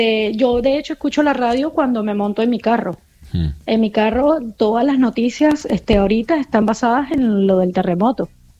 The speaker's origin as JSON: {"language": "Spanish", "region": "La Guaira", "country": "Venezuela", "moved": "yes", "lives_now": "Margarita Island, Venezuela", "said": "yo originalmente soy de La Guaira. Yo me vine acá desde la tragedia del 99, que fue la vaguada, los ríos cuando se salieron."}